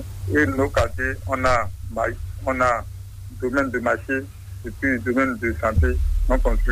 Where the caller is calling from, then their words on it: Adjarra, Ouémé, Benin; J'appelle de Porte Nouveau. Commune d'Ajara, arrondissement de Marie.